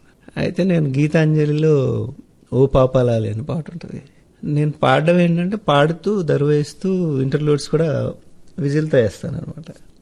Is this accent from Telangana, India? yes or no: yes; Satapur, Telangana, India; మా ఊరు చాలా బాగుంటుంది. చిన్నప్పుడు మా నాన్న బాగా స్ట్రిక్ట్గా పెంచేవాళ్ళు అనమాట.